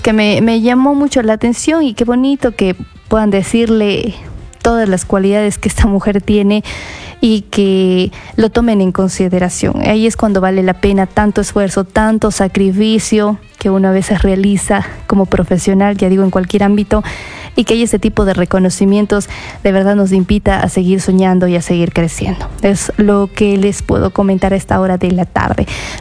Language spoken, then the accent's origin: Spanish; Ecuador